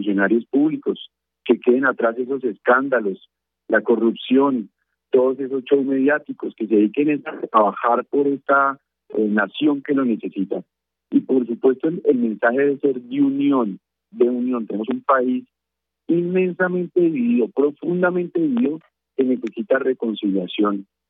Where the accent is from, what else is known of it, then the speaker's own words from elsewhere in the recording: Boyacá, Colombia; nosotros, los boyacenses, a mucho honor